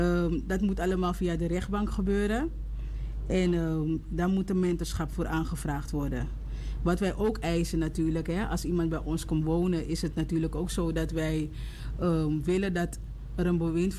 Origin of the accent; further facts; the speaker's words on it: Suriname; We zijn Surinamers en we zijn meestal gewend dat alle kinderen zeg maar bemoeienis willen hebben.